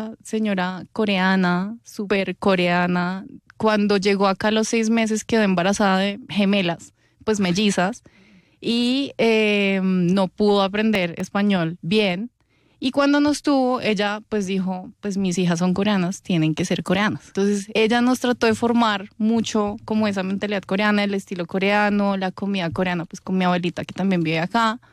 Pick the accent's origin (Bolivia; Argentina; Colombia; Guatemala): Colombia; Bogotá; Yo nací en Bogotá, pero la gente tiene el descaro de decir de dónde soy yo, pero yo les voy a decir, yo soy colombiana, pero también soy muy coreana.